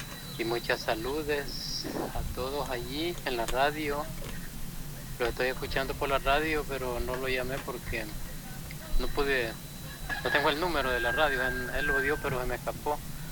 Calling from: Reitoca, Francisco Morazán, Honduras; Lo escucho desde aquí, de la parroquia de Reytoca, San Francisco de Asís, Santa Cruz.

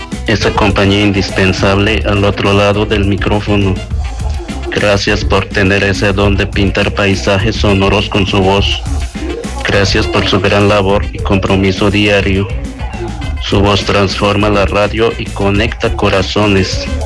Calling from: Chiapa de Corzo, Chiapas, Mexico; la escucho todos los días aquí en la Colonia del Palmar, municipio de Chiapa de Corzo.

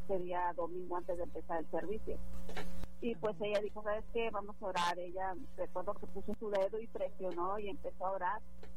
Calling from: Juárez, Nuevo León, Mexico; De aquí, de Juárez, Nuevo León.

